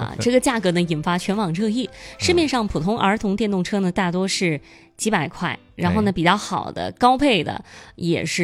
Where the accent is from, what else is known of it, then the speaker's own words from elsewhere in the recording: Shantou, Guangdong, China; born there; 因为我是生在玩具之都澄海啊